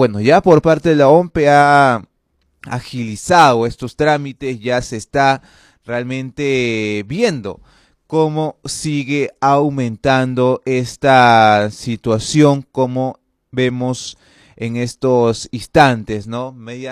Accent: Peru; como toda peruana y peruano

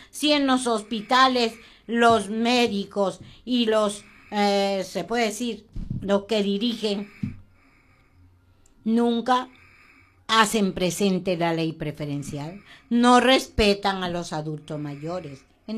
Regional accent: Peru; Feliz Día de la Bandera como peruano.

